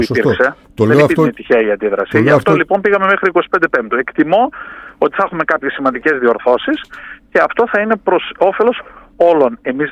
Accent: Central Macedonia, Greece; That's it που λένε στο χωριό μου στη Χαλκιδική.

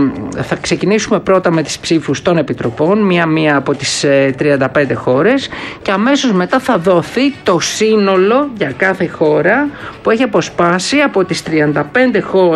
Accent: Thessaloniki, Central Macedonia, Greece; Η πόλη μου είναι άλλο που δεν θα ήθελα κιόλας. Η Θεσσαλονίκη είναι ιδανική για Eurovision, έτσι, και έχει αυτό το μέγεθος.

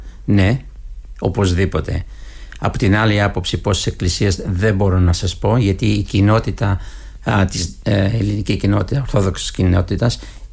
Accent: Greece; now in Australia; Εμείς σαν Έλληνες προσπαθούμε να κάνουμε κάτι τρομερό. Εάν έχουμε φωνή στην Αυστραλία, Σίδνεϊ, Μέλμπεν, όλα αυτά, θα μας ακούνε καλύτερα.

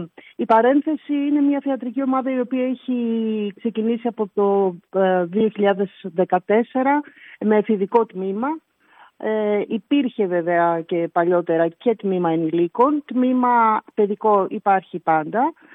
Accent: Athens, Attica, Greece; now in Eleftheroupoli, Greece; Εγώ επειδή τυχαίνει και είμαι από την Αθήνα

